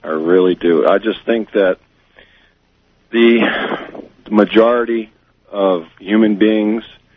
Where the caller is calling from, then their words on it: Sandia Park, New Mexico, United States; from Sandia Park, New Mexico.